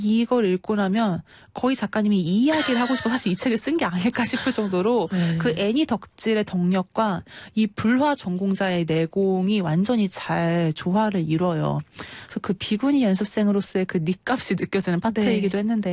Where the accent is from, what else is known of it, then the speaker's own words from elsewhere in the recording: South Chungcheong, South Korea; 제 본가가 충청남도에